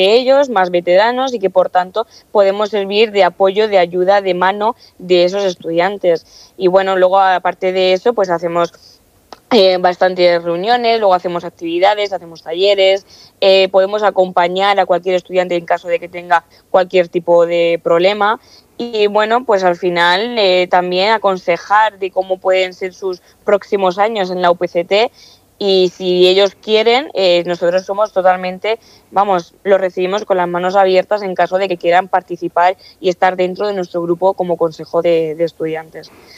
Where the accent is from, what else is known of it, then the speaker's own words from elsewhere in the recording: Castilla-La Mancha, Spain; moved away as an adult; now in Cartagena, Spain; yo no soy de Cartagena, de hecho yo soy de un pueblito, de un pueblo de Ciudad Real, de Castilla-La Mancha, y para mí fue un cambio bastante drástico. O sea, al final yo cambié la vida de pueblo a una vida de ciudad